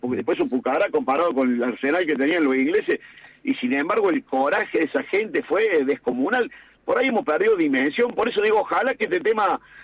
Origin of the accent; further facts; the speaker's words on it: Argentina; somos los argentinos